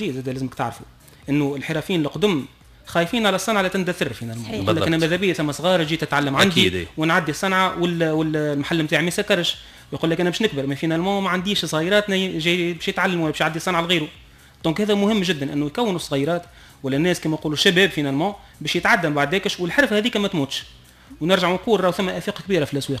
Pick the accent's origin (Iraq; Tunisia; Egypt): Tunisia; الاحتفاظ بالهويه نتاعك كتونسي